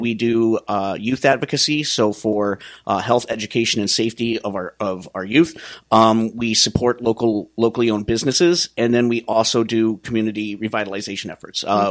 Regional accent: Wyoming, United States; born there; also born or lived in Nebraska / California / Montana / New Jersey; now in Rochester, United States; I was born in Wyoming, lived in Nebraska, lived in California for 10 years, lived in Montana for 10 years, lived in New Jersey for 8 years.

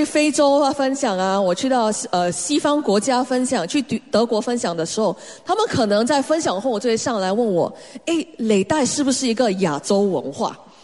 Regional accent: Singapore; born there; 我记得我在上学的时候，在新加坡

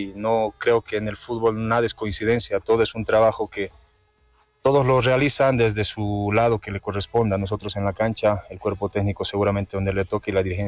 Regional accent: La Paz, Bolivia; de nosotros como paseños

